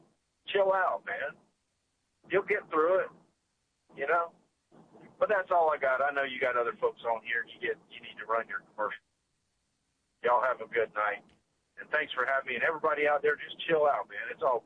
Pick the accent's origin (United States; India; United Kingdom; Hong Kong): United States; moved away as an adult; also born or lived in Illinois; And I moved back from Illinois in 2002. And I have went through more hurricanes then than I ever did when I was a kid growing up down here.